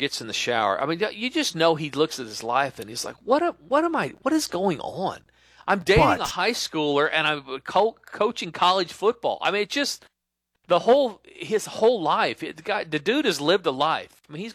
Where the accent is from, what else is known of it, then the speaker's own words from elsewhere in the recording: Oklahoma, United States; Honestly, they just know I'm from Oklahoma.